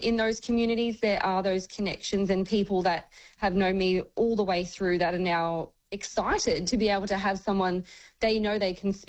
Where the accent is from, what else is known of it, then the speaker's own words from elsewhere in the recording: Alice River, Queensland, Australia; also born or lived in Tumulla; I grew up in Alice River from the moment I was born.